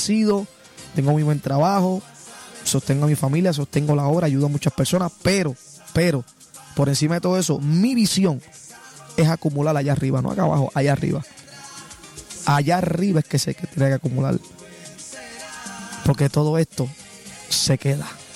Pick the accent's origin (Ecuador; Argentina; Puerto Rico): Puerto Rico; como boricua y ciudadanos acá, ¿verdad?, que vivimos aquí